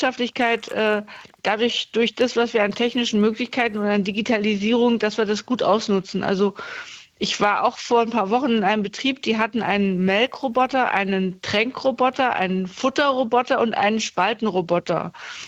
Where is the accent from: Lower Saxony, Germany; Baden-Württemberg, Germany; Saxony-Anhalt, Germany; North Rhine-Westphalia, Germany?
Saxony-Anhalt, Germany; ich komme aus Ostdeutschland, aus Sachsen-Anhalt